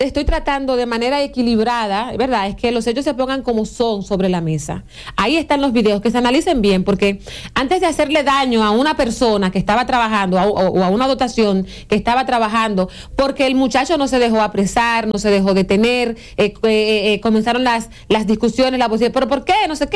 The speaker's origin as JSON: {"language": "Spanish", "country": "Dominican Republic", "said": "nosotros como dominicanos"}